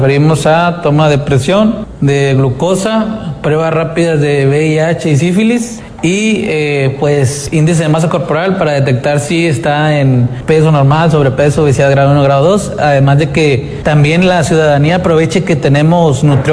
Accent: Nueva Rosita, Coahuila, Mexico; Yo soy de Nueva Rosita, no conozco mucho Morelos todavía, pero está muy bonito.

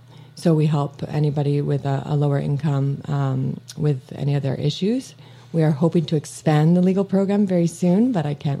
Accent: Vancouver, British Columbia, Canada; moved away as an adult; now in Okanagan, Canada; I'm fairly new to the Okanagan. I'm from Vancouver.

